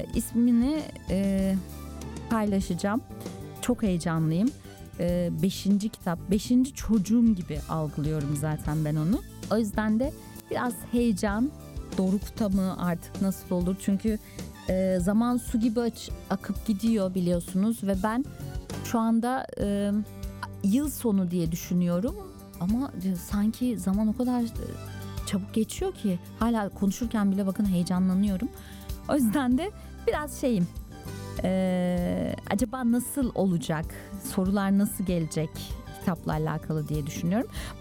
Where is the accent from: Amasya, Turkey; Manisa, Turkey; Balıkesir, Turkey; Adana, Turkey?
Adana, Turkey; moved away; Adana'mla, memleketimle.